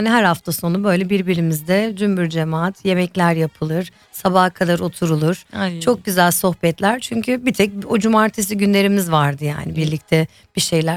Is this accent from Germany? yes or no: yes; Germany; ben Almanya'da doğan bir gurbetçi ailesinin çocuğu olarak beni bilenler bilir. Bütün hayatım boyunca buradaydım.